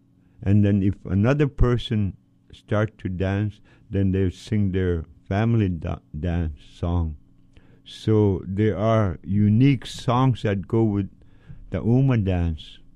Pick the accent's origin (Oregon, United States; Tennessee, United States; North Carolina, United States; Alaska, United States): Alaska, United States; Point Hope; I'm an Inupiaq from Tikiaq, Point Hope, Alaska. Point Hope is a very old village, one of the oldest communities.